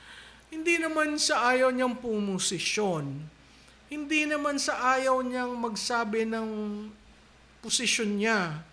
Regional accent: Mimaropa, Philippines; Ako'y taga-Oriental Mindoro.

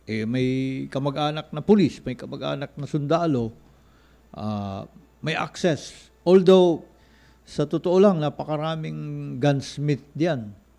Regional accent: Davao City, Davao Region, Philippines; Galing ako sa Davao

